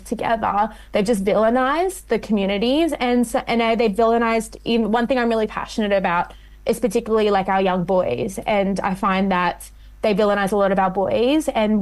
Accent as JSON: {"language": "English", "town": "Sydney", "region": "New South Wales", "country": "Australia", "said": "Without knowing that I was from Western Sydney, was like, oh, thank God for Western Sydney"}